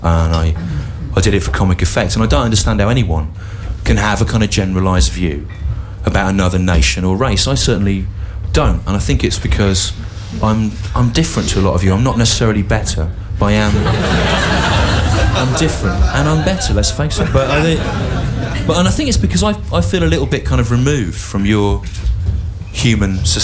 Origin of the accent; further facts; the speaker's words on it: England, United Kingdom; So as a child, I hated being English.